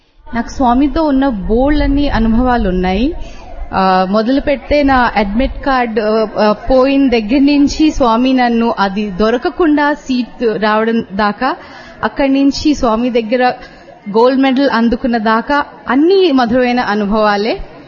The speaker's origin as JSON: {"language": "Telugu", "town": "Bangalore", "region": "Karnataka", "country": "India", "said": "నేను బెంగళూరు నుంచి వచ్చాను."}